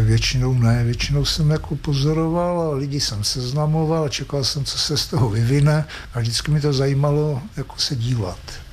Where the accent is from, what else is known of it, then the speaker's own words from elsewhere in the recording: Stodůlky, Prague, Czechia; also born or lived in Hradec Králové; Já jsem ze Stodůlek, to byla obec. Ovšem poté jsme bydleli, byla krize, takže jsme se odstěhovali k rodičům mýho otce a bydleli jsme v Hradci Králové.